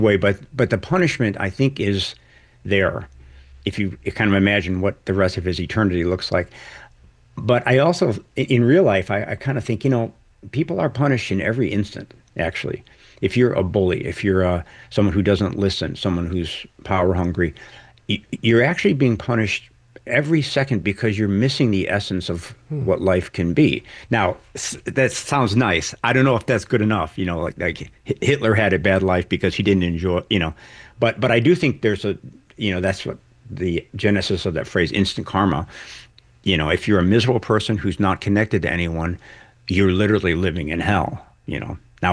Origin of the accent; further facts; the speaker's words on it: Chicago, Illinois, United States; Yeah, I mean, I grew up in Chicago, and that it was a very close connection between sincerity and humor.